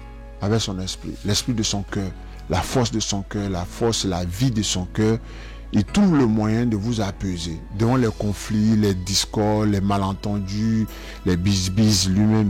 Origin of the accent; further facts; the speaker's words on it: Côte d’Ivoire; born there; Quand j'étais jeune à Saint-André, enfant de cœur, on faisait ça de 23h à minuit dans les années 80